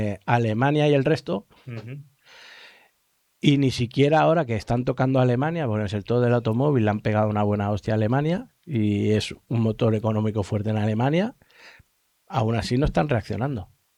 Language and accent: Spanish; Spain; siendo español y queriéndote quedar en España